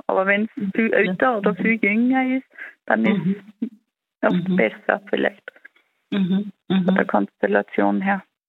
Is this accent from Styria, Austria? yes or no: yes; Styria, Austria; Genau, ja, also wie es bei uns in der Steiermark ist, naja, obwohl, ich glaube, heutzutage ist so alles möglich.